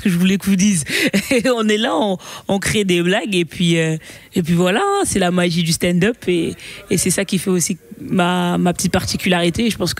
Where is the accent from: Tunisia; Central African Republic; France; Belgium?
Belgium; Moi, je suis née, j'ai grandi en Belgique et je suis d'origine camerounaise